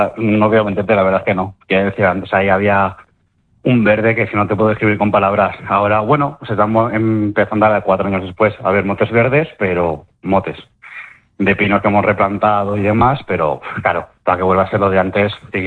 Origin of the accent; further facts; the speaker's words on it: Begís, Valencian Community, Spain; mi pueblo siempre está en cuesta